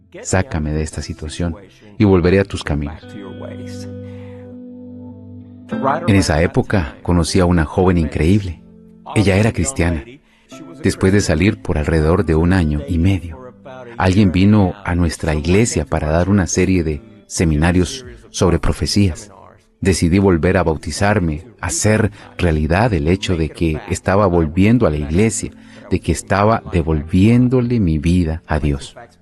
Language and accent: Spanish; San Juan, Puerto Rico; moved away as an adult; also born or lived in Texas; now in United States; Nací en una pequeña familia cristiana y crecí en San Juan, Puerto Rico, en Puerto Rico.